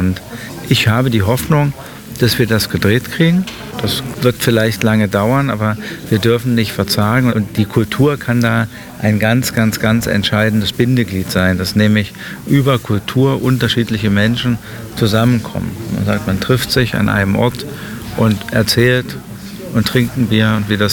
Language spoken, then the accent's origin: German; Aschersleben, Saxony-Anhalt, Germany